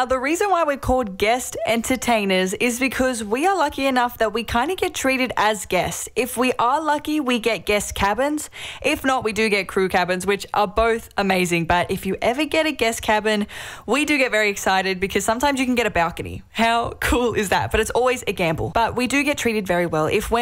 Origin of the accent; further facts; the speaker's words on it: Sydney, New South Wales, Australia; Now, for example, I am from Sydney, Australia, of course